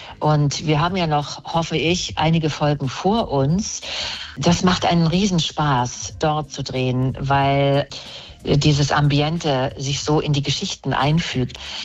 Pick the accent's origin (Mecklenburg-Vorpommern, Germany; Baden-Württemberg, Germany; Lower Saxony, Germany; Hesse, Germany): Baden-Württemberg, Germany; Nussdorf; Nein, ich bin aufgewachsen in Nussdorf. Die ersten 3 Jahre war in Nussdorf bei der … weil die immer auf ihre Enkel aufpasst hat.